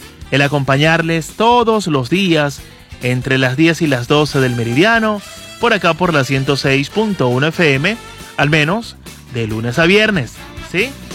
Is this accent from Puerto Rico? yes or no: no; Venezuela